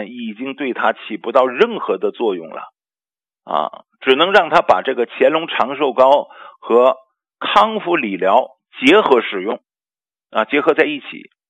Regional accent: China; 因为啊知道我们是中国人，是打中国来的

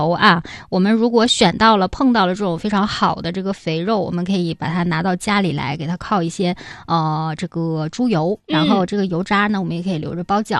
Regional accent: Northeast China, China; 这就是我们东北人啊非常爱吃的、非常接地气的一种食物。

